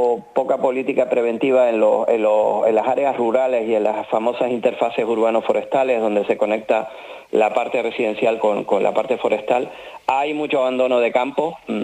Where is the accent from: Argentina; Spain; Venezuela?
Spain; Tenerife, Canary Islands; A mí como tinerfeño eso me avergüenza